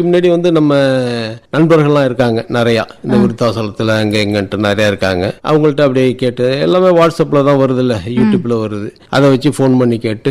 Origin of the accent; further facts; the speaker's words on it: Tamil Nadu, India; moved away as an adult; எனக்கு வந்து சொந்த ஊரு கொங்கராயன் மண்டபம், தரங்கம்பாடி தாலுகா, நெடுவாசல் பக்கம். அங்கதான் இருக்கேன் நானு.